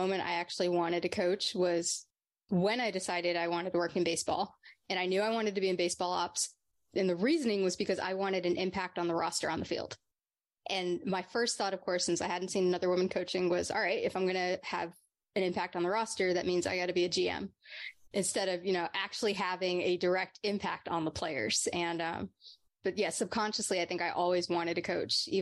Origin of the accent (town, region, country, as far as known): Texas, United States; born or raised there; also born or lived in New Jersey / New York